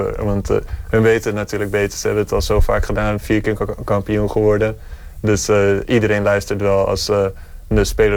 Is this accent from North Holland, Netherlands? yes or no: yes; Muiden, North Holland, Netherlands; now in United States; kom van Muiden, geboren en getogen in Nederland en ik speel basketbal in de NBA.